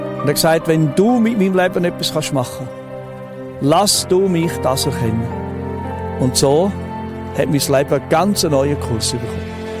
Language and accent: German; Switzerland; habe ich die Armeewaffe geladen, die ich als Schweizer Soldat in der Stube hatte.